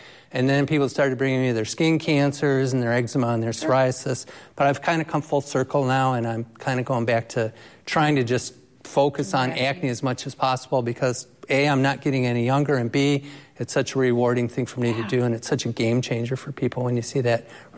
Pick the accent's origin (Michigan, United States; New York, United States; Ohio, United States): Michigan, United States; Detroit; moved away as an adult; now in Marquette, United States; Well, I'm originally from the Detroit area, and I've been practicing family medicine up here for a long time